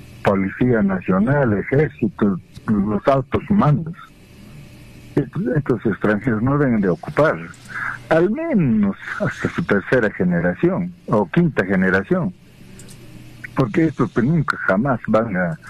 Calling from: Juliaca, Puno, Peru; de acá de Juliaca.

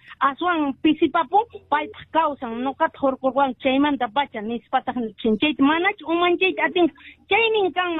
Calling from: Puno, Peru; yo soy de Puno, entonces yo hablo perfectamente el quechua.

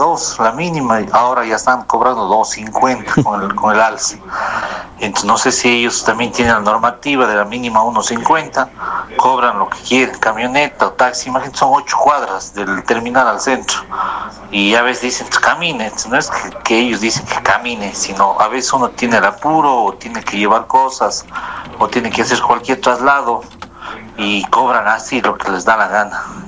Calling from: Cuenca, Azuay, Ecuador; Yo soy de Cuenca, pero tengo un negocio ahí y todos los días estoy en Gualaceo.

